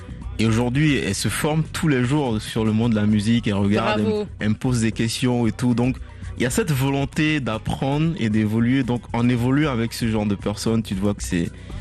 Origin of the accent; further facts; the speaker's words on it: Benin; Je suis originaire du Bénin, je fais de l'Afro Future Vibes.